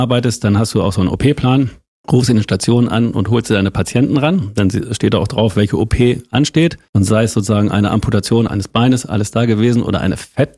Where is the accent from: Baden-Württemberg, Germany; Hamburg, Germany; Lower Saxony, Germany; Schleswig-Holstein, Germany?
Lower Saxony, Germany; Holthusen; Richtig, also unser Bauernhof, auf dem wir aufgewachsen sind, oder ich aufgewachsen bin in Holthusen 1, Lüneburger Heide, das ist so ein typischer Bauernhof gewesen